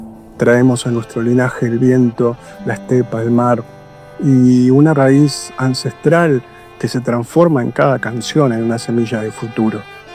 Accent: Patagonia, Argentina; soy músico, compositor patagónico, hijo de uno de los grandes referentes de la cultura popular

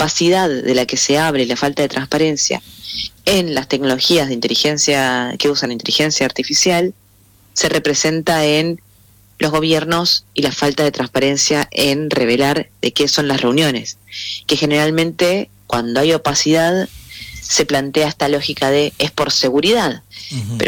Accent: Argentina; en este caso como argentinas y argentinos

